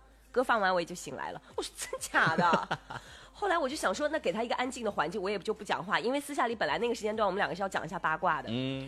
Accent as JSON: {"language": "Chinese", "region": "Inner Mongolia", "country": "China", "tie": "born or raised there", "moved": "yes", "said": "我的家乡内蒙古"}